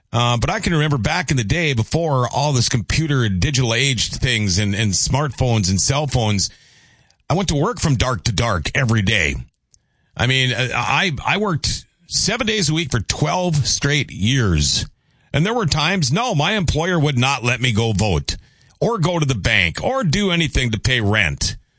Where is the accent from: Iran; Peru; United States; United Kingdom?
United States; Thief River Falls, Minnesota; Yeah, I am from Thief River.